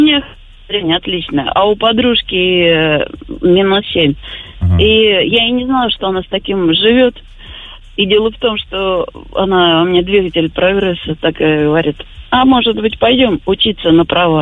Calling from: Lipetsk, Lipetsk Oblast, Russia; Я из Липецка.

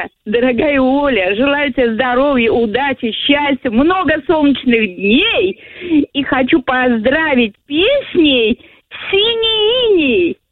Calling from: Anapa, Krasnodar Krai, Russia; Я звоню из Анапы.

